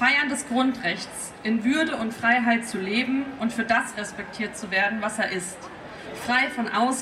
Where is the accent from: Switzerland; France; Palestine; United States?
Palestine; Gaza, Gaza Strip; now in Germany; Ich bin Palästinenser aus Gaza. Ich kam als Flüchtling nach Deutschland, im Gepäck schwere Erinnerungen, viele Verluste und eine Hoffnung, die niemals erloschen ist.